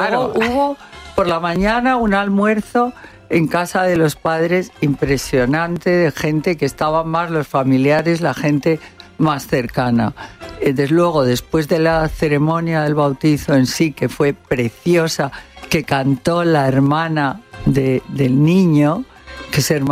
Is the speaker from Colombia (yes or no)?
no; Spain; soy española a muerte